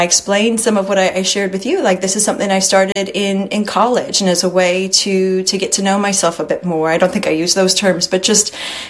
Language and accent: English; Texas, United States; I grew up in Texas. You know, I grew up in a really red spot. You know, my family is all shades of the political rainbow